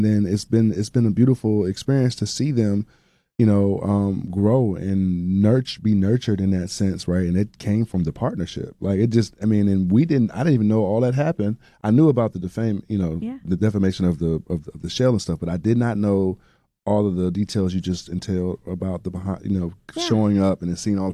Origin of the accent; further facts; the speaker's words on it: Millington, Tennessee, United States; I'm from Millington. I play football in Millington and stuff.